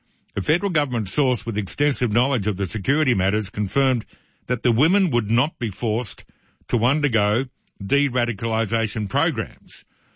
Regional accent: Australia; here in Little Love, we've won the lottery of life because we're Australian.

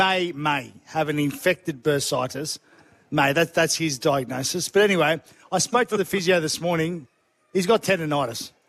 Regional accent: Greystanes, New South Wales, Australia; I grew up in Greystanes, and my mum and my brothers and sisters lived at Blacktown.

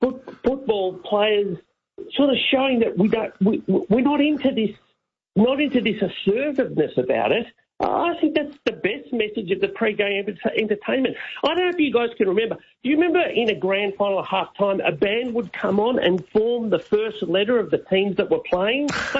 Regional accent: Australia; to me, as an Australian, would seem sort of wrong.

